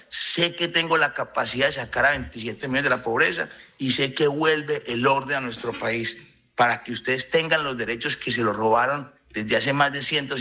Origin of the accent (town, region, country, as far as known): Colombia